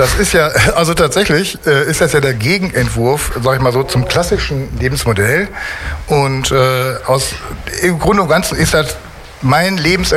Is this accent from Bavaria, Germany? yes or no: no; Bocholt, North Rhine-Westphalia, Germany; moved away as an adult; now in Düsseldorf, Germany; ich komme aus Bocholt und bin jetzt seit weit über 20 Jahren schon in Düsseldorf. Ne? So, und ich denke, ich darf mich auch Düsseldorfer nennen inzwischen und so fühle ich mich auch auf jeden Fall